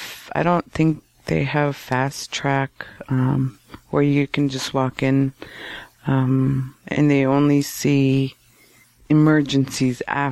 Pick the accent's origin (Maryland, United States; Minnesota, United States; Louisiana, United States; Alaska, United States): Alaska, United States; Gambell; now in Nome, United States; So I think getting care is easier in Nome, mm-hmm. because it's readily available.